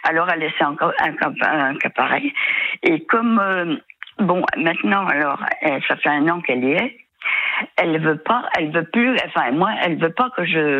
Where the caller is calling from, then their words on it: Pays de la Loire, France; Moi, je suis en Loire-Atlantique.